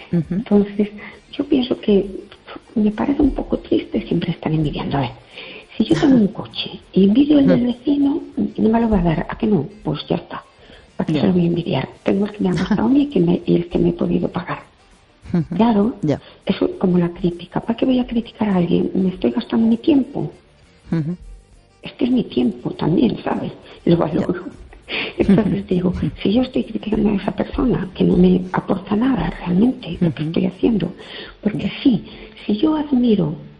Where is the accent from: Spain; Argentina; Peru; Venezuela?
Spain; Jerez de la Frontera, Andalusia; Buenas noches … de Jerez, ¿qué tal?